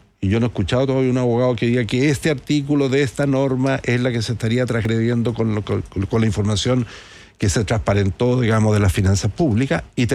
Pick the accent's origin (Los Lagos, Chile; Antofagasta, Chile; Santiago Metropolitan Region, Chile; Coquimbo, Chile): Santiago Metropolitan Region, Chile; Santiago; yo soy de Santiago, pero me tocó visitar mucho las regiones cuando yo era autoridad